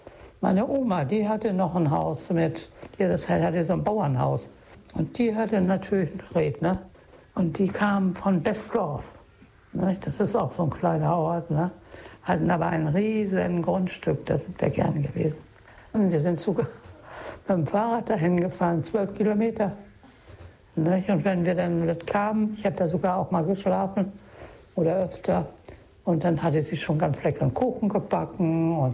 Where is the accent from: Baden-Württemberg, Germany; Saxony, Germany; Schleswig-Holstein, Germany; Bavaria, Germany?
Schleswig-Holstein, Germany; Hanerau-Hademarschen; now in Amrum, Germany; Ich bin da ja Köln, ja nicht auf Amrum geboren. Ich komme ja aus Schleswig-Holstein, Hanerau-Hademarschen.